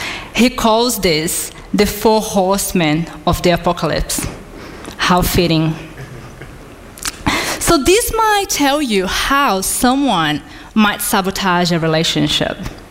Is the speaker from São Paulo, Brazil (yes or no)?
no; Rio de Janeiro, Brazil; my hometown, Rio de Janeiro, in Brazil.